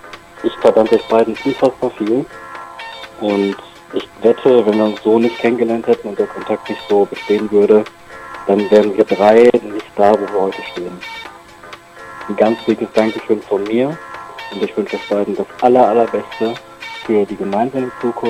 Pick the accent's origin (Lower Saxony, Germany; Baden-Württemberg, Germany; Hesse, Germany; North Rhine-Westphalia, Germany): North Rhine-Westphalia, Germany; Iserlohn; Ja, ich komme aus Iserlohn.